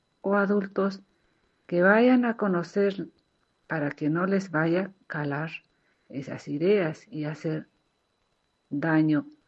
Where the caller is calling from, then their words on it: Peru